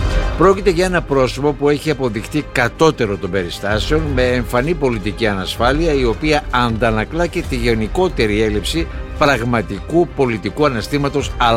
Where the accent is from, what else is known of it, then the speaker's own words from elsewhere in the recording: Gazoros, Central Macedonia, Greece; εμένα στο χωριό μου στα Σέρα, στο Γάζαρο